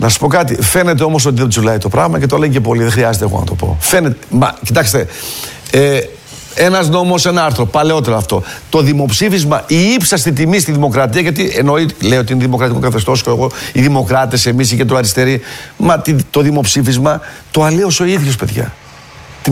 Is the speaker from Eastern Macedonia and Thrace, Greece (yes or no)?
yes; Eastern Macedonia and Thrace, Greece; Να μην το πω στην Τουρκική, γιατί είμαστε από Θράκη, ξέρω και λίγα.